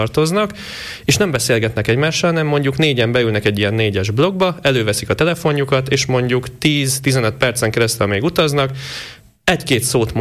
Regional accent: Vác, Pest, Hungary; bárhova Vácról, mert én Váci vagyok

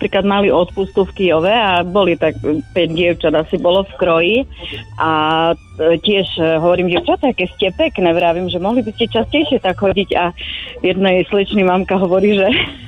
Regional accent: Tichý Potok, Prešov Region, Slovakia; keď som bola ako dievča, tak sme nosili kroje u nás v Tichom potoku

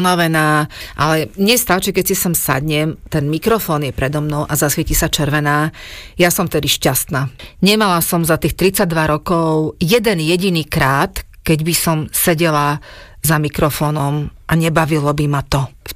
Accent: Bratislava, Bratislava Region, Slovakia; accent: Bratislava accent; veď ja som sem prišla ako Bratislavčanka.

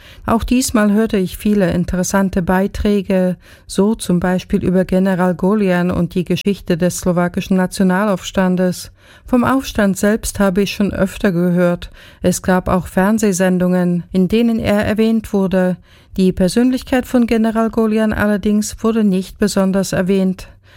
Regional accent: Gera, Thuringia, Germany; denn auch in meiner Heimatstadt Gera dreht sich momentan vieles um die Straßenbahn.

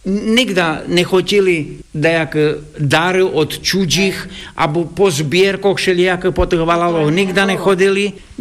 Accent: Piskorovce, Prešov Region, Slovakia; U nás v Piskorivcoch bol hlavný láger tu v tejto oblasti, partizánske láger dumám.

